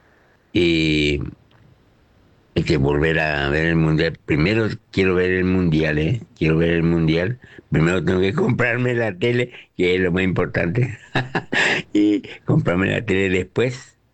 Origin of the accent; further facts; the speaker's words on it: Clorinda, Formosa, Argentina; Buenas noches, Oscar. … de Clorinda Formosa.